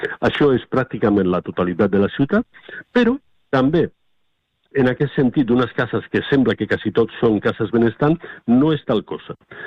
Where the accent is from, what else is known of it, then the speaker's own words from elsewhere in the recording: Tarragona, Catalonia, Spain; jo recordo de nen a Tarragona, jo vivia en una casa de lloguer amb els meus pares